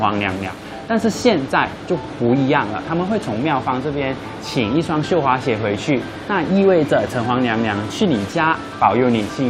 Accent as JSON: {"language": "Chinese", "country": "Malaysia", "said": "，我本身是马来西亚的学生。"}